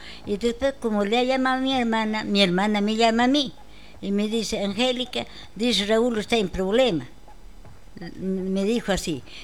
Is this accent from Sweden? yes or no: no; Andamarca, Junín, Peru; born or raised there